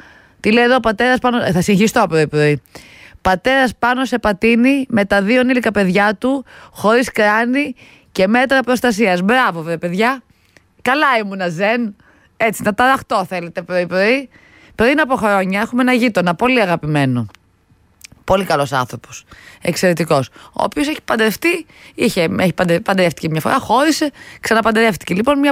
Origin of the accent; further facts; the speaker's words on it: Pyrgos, Western Greece, Greece; Είδα κάτι φίλους από την Πελοπόννησο που θες από τον πύργο από το χωριό μου